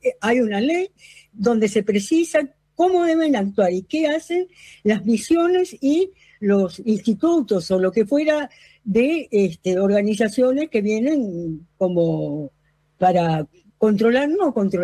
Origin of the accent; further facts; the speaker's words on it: Argentina; now in São Paulo, Brazil; a mí como argentina me dio vergüenza